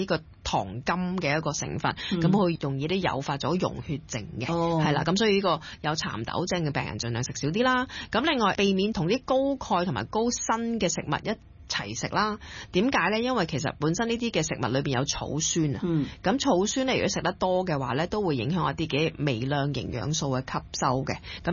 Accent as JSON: {"language": "Cantonese", "country": "China", "said": "咁我哋中國人都有發酵嘅大豆產品嘅喎"}